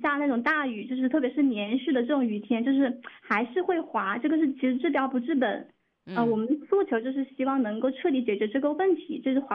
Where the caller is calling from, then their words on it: Changsha, Hunan, China; 我们家是住在长沙市望城区潼关镇。我们是拆迁之后，政府给我们提供了宅基地，然后我们给我们自己建房子，然后我们的房子是2016年建成的